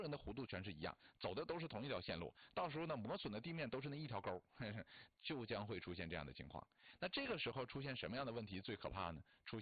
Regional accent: Yushu, Jilin, China; moved away; 舒兰离我的老家也很近，小的时候去舒兰也比较多，从我们榆树去舒兰的那条路啊特别不好走

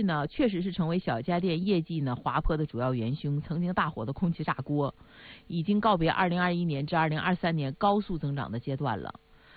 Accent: Northeast China, China; 用我们东北话说

